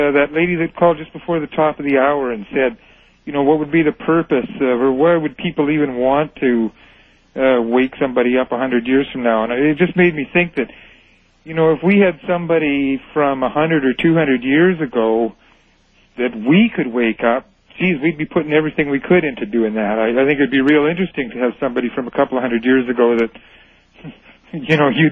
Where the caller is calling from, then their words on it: Kamloops, British Columbia, Canada; I'm in Kamloops, B.C. … first-time caller.